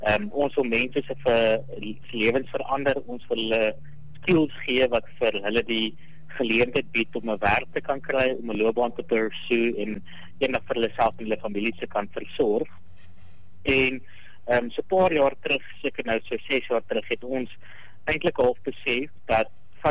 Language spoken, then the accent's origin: Afrikaans; Oudtshoorn, Western Cape, South Africa; ek het self groot geword in Oudtshoorn